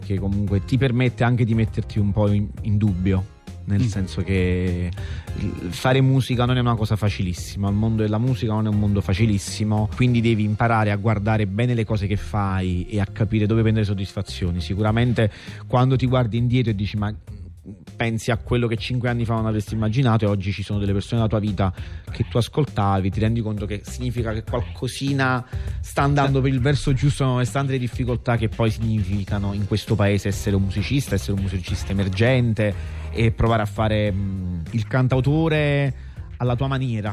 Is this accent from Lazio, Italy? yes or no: no; Naples, Campania, Italy; now in Turin, Italy; Sì, sono napoletano ma sono 3 anni che vivo a Torino.